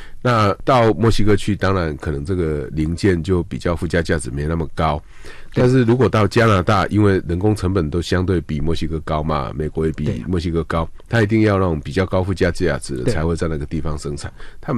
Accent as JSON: {"language": "Chinese", "country": "Taiwan", "said": "像我们台湾人出去开的像 NVIDIA 啊"}